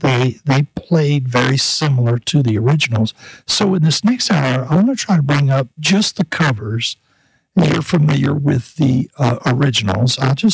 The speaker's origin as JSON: {"language": "English", "region": "Florida", "country": "United States", "tie": "born there", "said": "they sing a lot about Florida and the swamplands and the changing landscape down there, which again attracts me personally to the band, that being my home state"}